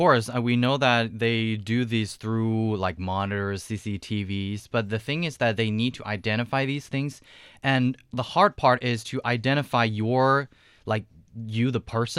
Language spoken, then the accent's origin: English; Wuxi, Jiangsu, China; I named it as my happy place because my hometown Wuxi was going to connect with another city, Suzhou